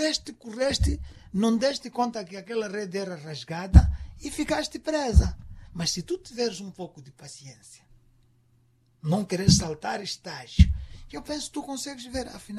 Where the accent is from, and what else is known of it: Mozambique